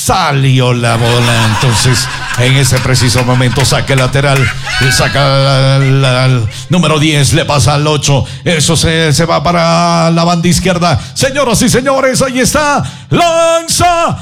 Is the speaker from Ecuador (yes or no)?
yes; Ecuador; Y ahí aparece aguardiente de mi tierra, el Ecuador.